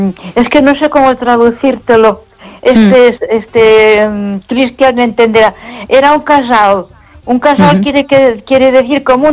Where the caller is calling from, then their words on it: Castile and León, Spain; yo vivo, claro, yo vivo en León, mi marido también trabajaba aquí en León, entonces teníamos que estar aquí.